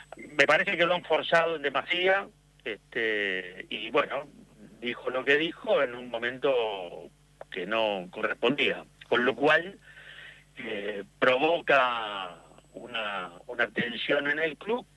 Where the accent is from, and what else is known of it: Argentina; also born or lived in Madrid, Spain